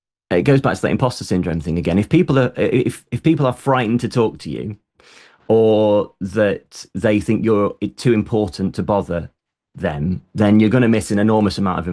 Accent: United Kingdom; we're very good as British people

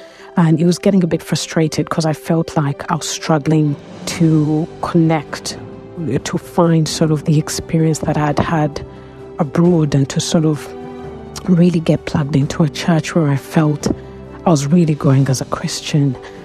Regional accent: London, United Kingdom; moved away as an adult; I am from London

